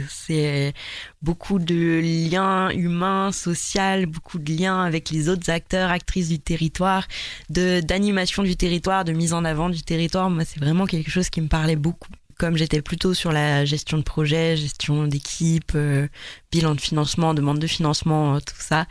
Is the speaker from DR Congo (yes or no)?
no; Provence-Alpes-Côte d'Azur, France; moved away; also born or lived in Mulhouse; Je viens du Var, du centre Var.